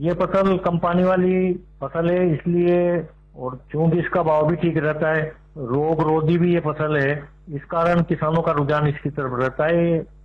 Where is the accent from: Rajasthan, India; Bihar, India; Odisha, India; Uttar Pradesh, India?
Rajasthan, India; Gulkhedi; गांव गुलकेड़ी, तहसील चिपावड़ोद, जिला बारा का रहने वाला हूँ।